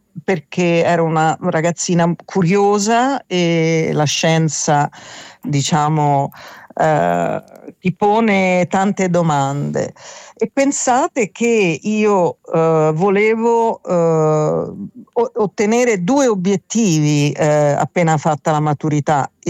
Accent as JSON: {"language": "Italian", "town": "Rome", "region": "Lazio", "country": "Italy", "said": "ho scelto medicina veterinaria perché io sono di Roma"}